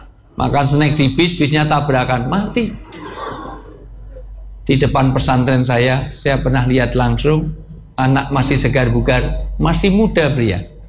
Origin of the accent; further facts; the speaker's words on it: Java, Indonesia; mohon maaf, saya asli orang Jawa. Dalam tradisi Jawa, orang tua disebut sepuh.